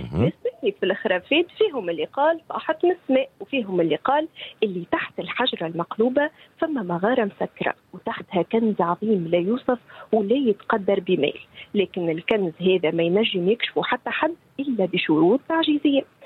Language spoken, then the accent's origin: Arabic; Tunisia; بلادنا تونس